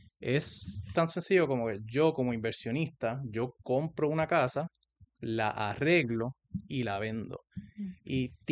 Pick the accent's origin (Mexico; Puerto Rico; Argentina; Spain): Puerto Rico; moved away as an adult; now in United States; soy de Calle, Puerto Rico, uh-huh. Nacido y criado. Estudié ahí hasta high school, después me fui al colegio de Mayagüez